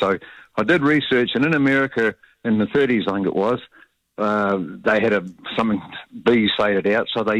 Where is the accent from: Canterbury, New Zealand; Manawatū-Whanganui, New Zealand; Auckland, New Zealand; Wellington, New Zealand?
Canterbury, New Zealand; Timaru; I'm here from Timaru, and I'm a keen gardener.